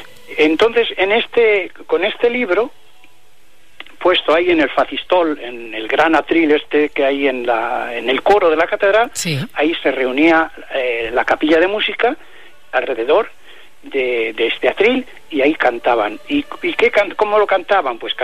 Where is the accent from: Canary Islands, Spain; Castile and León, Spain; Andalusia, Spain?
Castile and León, Spain; Palencia; Fuera de 3 años que estuve en Palencia, por eso soy de Palencia, todo el resto de mi vida ha estado aquí, estudiando y aquí.